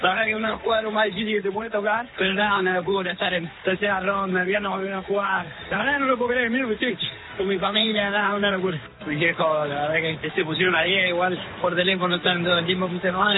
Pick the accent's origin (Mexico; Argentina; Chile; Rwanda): Argentina; vivir esto en este ambiente como argentino